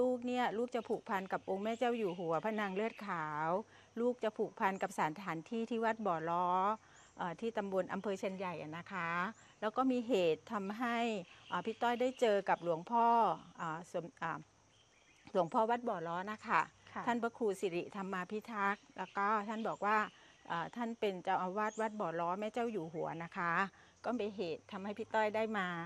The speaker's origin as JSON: {"language": "Thai", "region": "Trang", "country": "Thailand", "said": "จริงๆแล้ว … เป็นคนจังหวัดตรังอะค่ะ"}